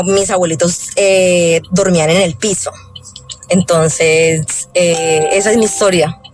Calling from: Espinal, Tolima, Colombia; Yo soy del Tolima, especialmente Espinal.

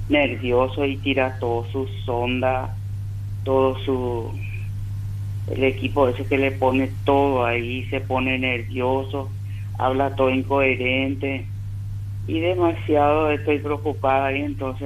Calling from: Villa Elisa, Central, Paraguay; Yo soy de Villa Elisa. … hace 50 años que estoy acá en Villa Elisa, acá cerca de Cuatro Mojón nomás.

